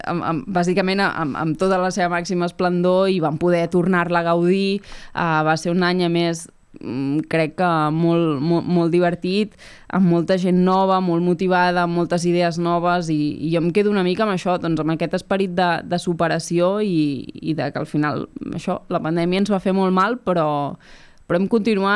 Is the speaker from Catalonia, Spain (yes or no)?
yes; Argentona, Catalonia, Spain; jo sóc molt d'Argentona i per mi era una manera d'involucrar-me en el meu poble